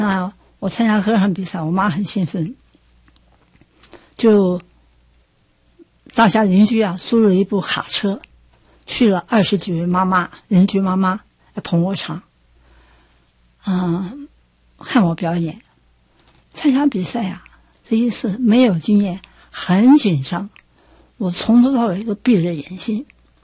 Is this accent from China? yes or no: no; Gangshan, Kaohsiung, Taiwan; born there; 回到冈山，我就本来念的是中正中学，我就白天休学，读夜校，福华夜校，